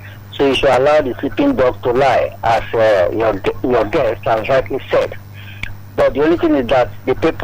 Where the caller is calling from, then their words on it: Ikotun, Lagos, Nigeria; I'm calling from Abaraje in Ikoto.